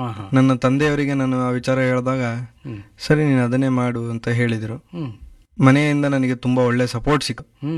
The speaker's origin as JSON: {"language": "Kannada", "town": "Bhadravati", "region": "Karnataka", "country": "India", "tie": "born or raised there", "also_born_or_lived": "Bheemanagatte, Thirthahalli taluk / Bengaluru / Hyderabad", "said": "ನಾನು ಹುಟ್ಟಿದ್ದು ಭೀಮನಗಟ್ಟೆ ಅಂತ, ತೀರ್ಥಹಳ್ಳಿ ತಾಲೂಕು. ಎಜುಕೇಷನ್ ಮಾಡಿದ್ದೆಲ್ಲ ಭದ್ರಾವತಿಯಲ್ಲೇ. ಪೂರ್ಣ ಪ್ರಜ್ಞ ಮತ್ತು ಜವಾಹರಲಾಲ್ ನೆಹರು ಶಾಲೆಯಲ್ಲಿ ನಾನು ಓದಿದ್ದು."}